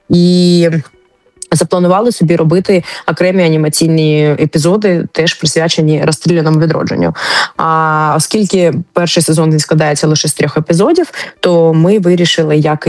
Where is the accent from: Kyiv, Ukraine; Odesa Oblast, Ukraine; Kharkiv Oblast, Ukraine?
Kharkiv Oblast, Ukraine; Kharkiv; moved away as an adult; Я народилася в Харкові і дуже довгий час жила в Харкові і закінчила університет. Тобто, ну, можна сказати, там 24-25 років жила.